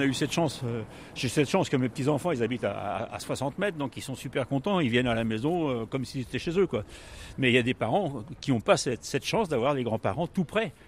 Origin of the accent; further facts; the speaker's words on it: Saint-Brieuc, Brittany, France; now in Dinan, France; À 60 km de là, donc à 50-60, à Saint-Brieuc. Mais ça n'a pas bougé comme a pu bouger Dinan. Bon, on y habite depuis 40 ans